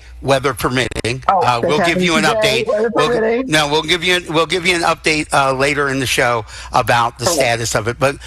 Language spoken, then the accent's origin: English; Philadelphia, Pennsylvania, United States; I grew up in Germantown. I still live in Germantown.